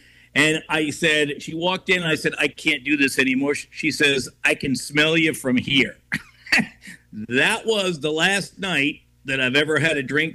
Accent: Providence, Rhode Island, United States; moved away as an adult; Providence, my hometown.

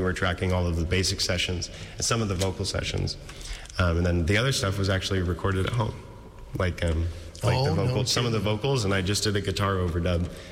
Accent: Wapakoneta, Ohio, United States; But I grew up in Wapakoneta, home of Neil Armstrong.

